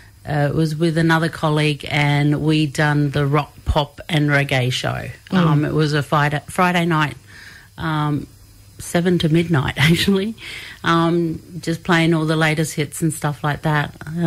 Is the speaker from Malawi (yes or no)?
no; Tennant Creek, Northern Territory, Australia; Yeah, so I grew up in Tennant Creek, Junggaragu, and I was sent here for school.